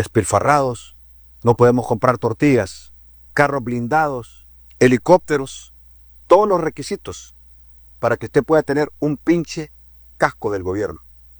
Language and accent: Spanish; Honduras; esos somos nosotros, los hondureños.